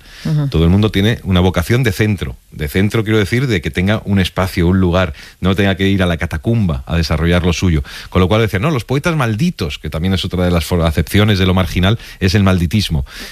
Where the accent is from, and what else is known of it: Spain